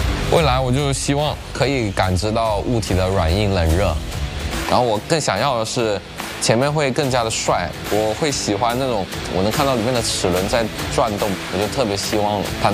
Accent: Dongguan, Guangdong, China; born there; also born or lived in Hunan; 今年24岁，我出生在广东东莞，但是我其实是湖南人。

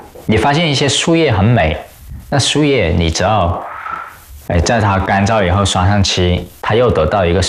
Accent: Guangxi, China; 它有我们广西人的哲学

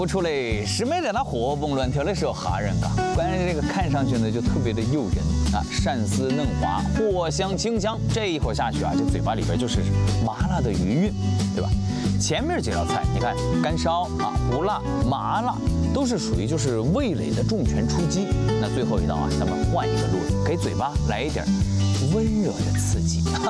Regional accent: Sichuan, China; 咱们四川人呢管它叫山珍嘛。

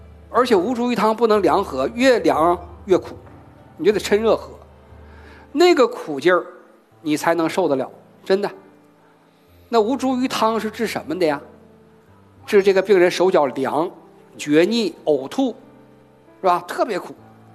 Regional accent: China; 我们中国人

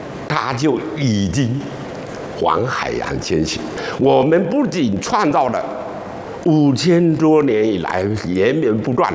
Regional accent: China

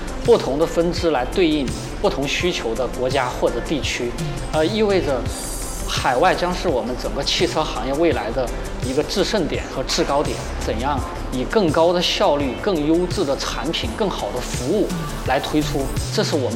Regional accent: China

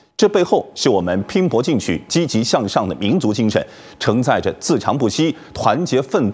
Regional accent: China; 我们中国人

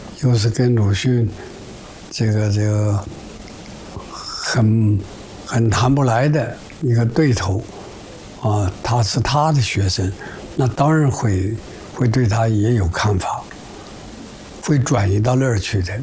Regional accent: Jiangxi, China; moved away; 我是江西人，我跑到北京来读书，那在语言方面那还也还是碰到问题很多的，听不懂

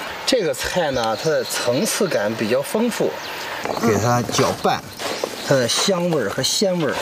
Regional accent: Guizhou, China; 是根据我们贵州这边的口味来做的这个鱼。

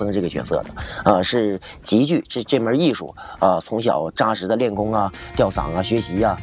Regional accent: Changchun, Jilin, China; born there; 尤其我还是从小就在这儿学

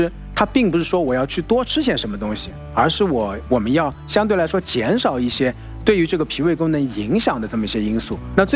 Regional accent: China; 我们中国人

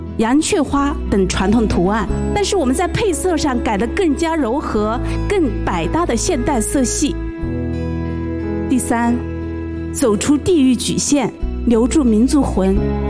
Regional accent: Enshi, Hubei, China; 我和我的妹妹从小在恩施长大，在歌舞团当了十多年的演员，

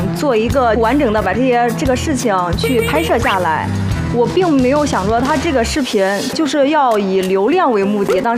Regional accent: Qi County, Shanxi, China; 然后本来的话，我也是准备了要讲一下我的家乡祁县

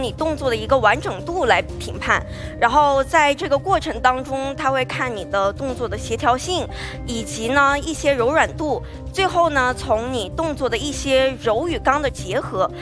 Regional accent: Sichuan, China; 我四川人。

